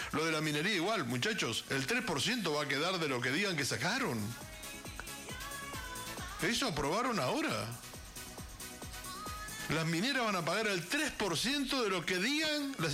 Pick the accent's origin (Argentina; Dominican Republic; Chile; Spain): Argentina